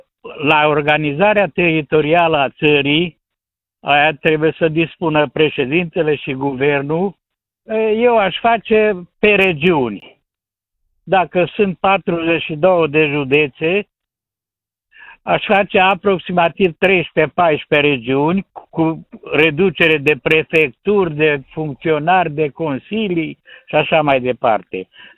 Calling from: Cluj-Napoca, Cluj County, Romania; Sunt din Cluj-Napoca.

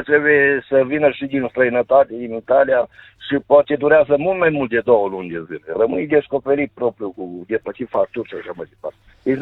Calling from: Bistrița, Bistrița-Năsăud, Romania; de la Bistrița, viitor pensionat

